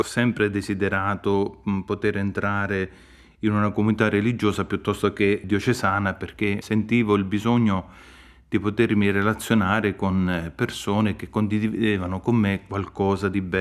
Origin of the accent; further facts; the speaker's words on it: Casalbordino, Abruzzo, Italy; moved away as an adult; nel mio paese di origine, che è un paese abruzzese chiamato Casal Bordino